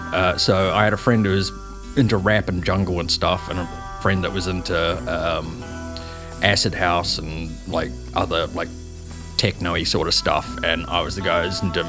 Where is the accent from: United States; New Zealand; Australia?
New Zealand; Auckland; I'm from here. Auckland. I grew up in Beachhaven.